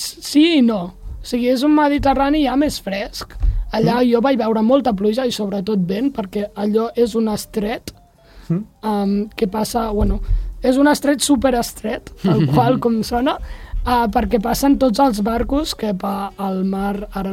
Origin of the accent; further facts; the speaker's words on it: Montblanc, Catalonia, Spain; Ja t'ho dic jo, que vinc de Montblanc.